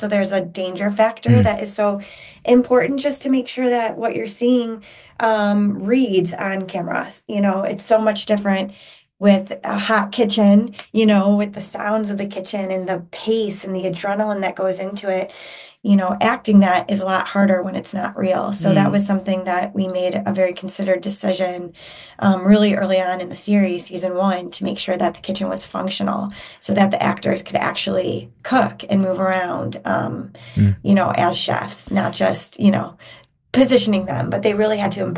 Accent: Chicago, Illinois, United States; I mean, Chris and, you know, we have another brother, and I grew up in Chicago.

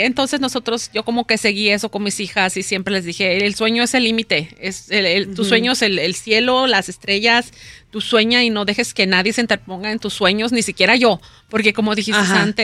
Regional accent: Durango, Mexico; now in Chicago, United States; Nosotros venimos de México.

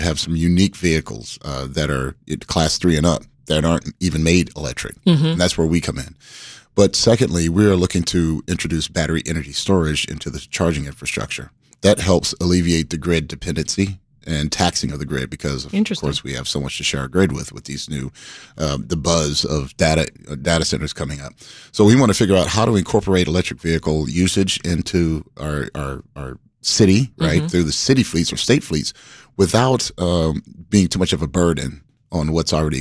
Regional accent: Atlanta, Georgia, United States; now in Chicago area, United States; I'm new to the area. I'm from Atlanta.

